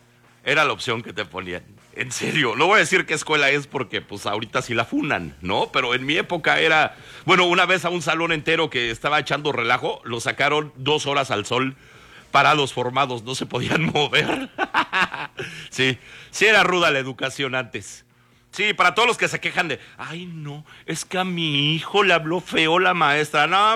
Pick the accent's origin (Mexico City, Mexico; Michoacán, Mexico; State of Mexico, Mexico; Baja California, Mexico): State of Mexico, Mexico; born there; Como era una escuela de puros varones, la que yo estaba en el Estado de México, puros hombres